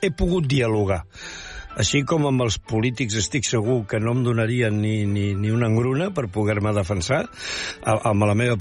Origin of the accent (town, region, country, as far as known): Catalonia, Spain; Catalan is a second language